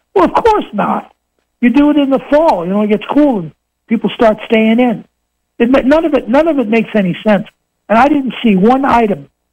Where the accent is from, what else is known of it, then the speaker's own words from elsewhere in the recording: Queens, New York, United States; I am a native New Yorker. I was born in Queens.